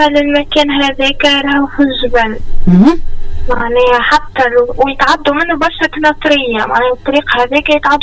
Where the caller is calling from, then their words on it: Sbiba, Kasserine Governorate, Tunisia; نحن من سبيدلة